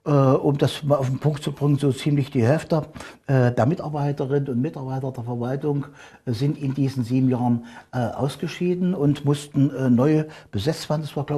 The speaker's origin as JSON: {"language": "German", "town": "Hergesdorf", "country": "Germany", "tie": "born or raised there", "said": "Ich war 21 Jahre Bürgermeister in meiner Heimatgemeinde Hergesdorf."}